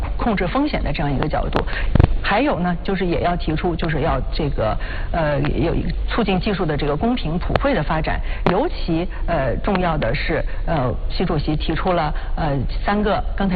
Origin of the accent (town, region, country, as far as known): China